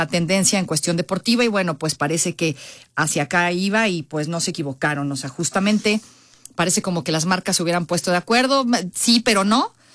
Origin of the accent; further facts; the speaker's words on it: Mexico; personalmente como mujer y como mexicana me da mucho orgullo